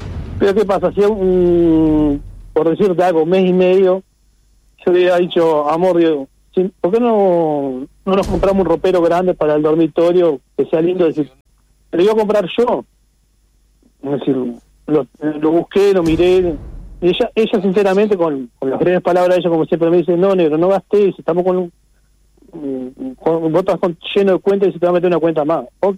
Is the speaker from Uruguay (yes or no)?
yes; Uruguay; A ver, somos uruguayos y nos matamos trabajando.